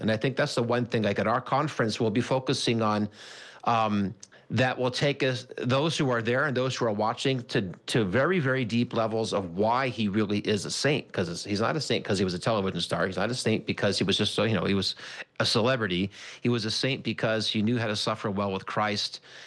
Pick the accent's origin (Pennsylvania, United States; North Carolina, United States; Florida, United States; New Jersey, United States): New Jersey, United States; Even though I'm originally from New Jersey, so it's a little bit different.